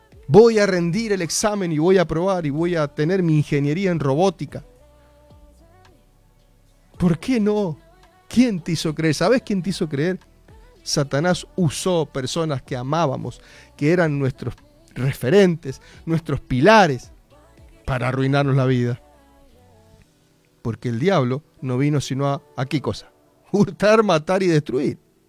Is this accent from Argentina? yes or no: yes; Argentina